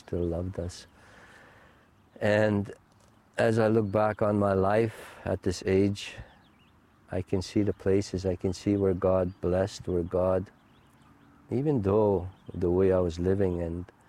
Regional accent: Canada; first language Cree; My first language is Cree.

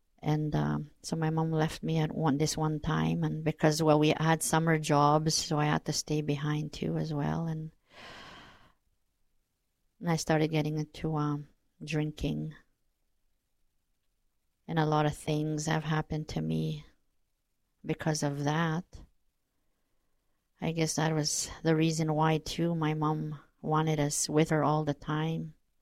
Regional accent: Birch River, Manitoba, Canada; born there; also born or lived in Sapotaweyak Cree Nation; now in Swan River, Canada; I'm from Sapatoya Cree Nation, and I live here in Swan River, Manitoba. I was born in Birch River. There were 17 of us in the family

